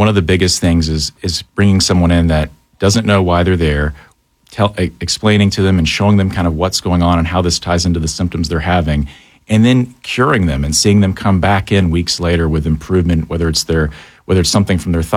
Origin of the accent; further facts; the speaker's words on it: Dahlonega, Georgia, United States; So I'm originally from Dahlonega, Georgia. My mother was a primary care physician up there until she most recently retired.